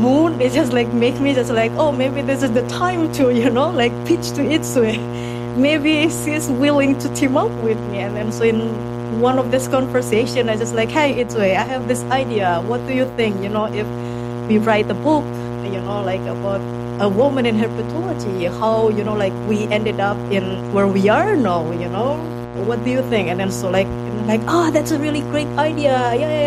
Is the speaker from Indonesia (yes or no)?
yes; Indonesia; now in Hamburg, Germany; I'm originally from Indonesia, but somehow I living in Germany. I've been 10 years living in Germany.